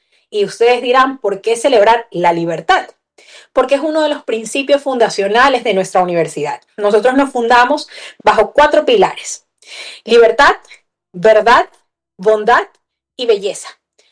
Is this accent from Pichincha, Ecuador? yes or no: no; Guayaquil, Guayas, Ecuador; como guayaquileños podemos estar muy orgullosos